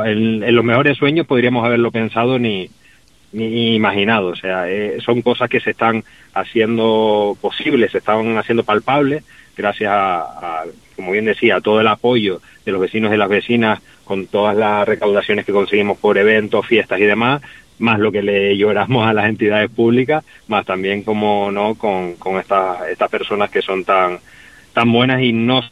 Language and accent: Spanish; San Cristóbal de La Laguna, Canary Islands, Spain; also born or lived in Finca España / La Verdellada; yo soy, vamos a decir, como un hijo adoptado, porque realmente soy, vivo entre Finca España y La Verdellada, me crié cuando era pequeño en el Hoyo de Gracia, o sea, de ese triángulo no me he movido, pero sí, sí, por ahí, adoptado desde muy jovencito de la zona.